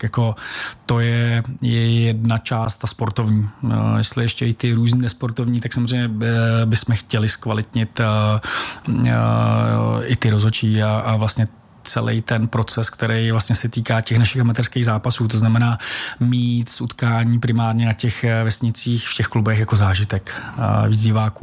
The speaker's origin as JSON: {"language": "Czech", "region": "South Bohemian Region", "country": "Czechia", "said": "já jsem rád, že u nás v Jižních Čechách se daří, že prostě přicházejí mladí, noví do vedení klubů"}